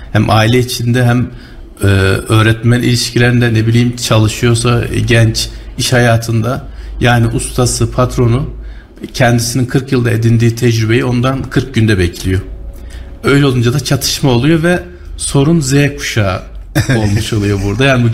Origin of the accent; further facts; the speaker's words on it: Kayseri, Turkey; moved away as an adult; now in Uganda; aslen Ağrılıyım. Kayseri'de doğdum, büyüdüm. Şu anda Uganda'da bir sivil toplum kuruluşunda yöneticilik yapıyorum.